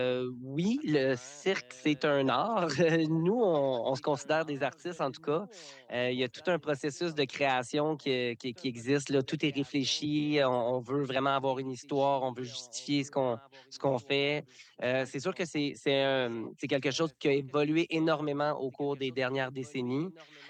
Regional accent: Canada; first language French; commencer chez nous au Canada.

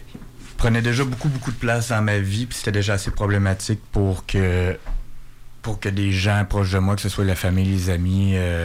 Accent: Quebec City, Quebec, Canada; puis j'ai 38 ans. Je suis né, puis j'ai grandi à Québec.

